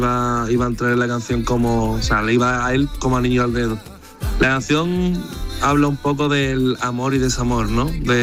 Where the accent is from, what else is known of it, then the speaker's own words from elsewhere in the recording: Algeciras, Andalusia, Spain; nosotros somos de Algeciras y no estamos cerquita de la playa